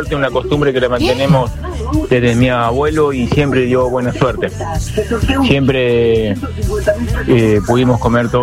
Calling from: Isidro Casanova, Buenos Aires Province, Argentina; aquí Isidro Casanova

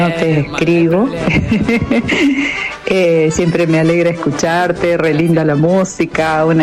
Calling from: Villa Carlos Paz, Córdoba, Argentina; de Carlos Paz.

